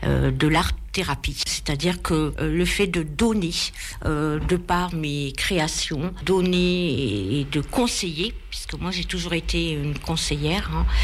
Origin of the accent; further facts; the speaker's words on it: Arras, Hauts-de-France, France; moved away; also born or lived in Poitiers; je suis partie 20 ans vivre sur Poitiers. Mais ma région, Arras, ma ville, mon beffroi, m'a rappelé. Et je suis revenue en 2021 dans la région.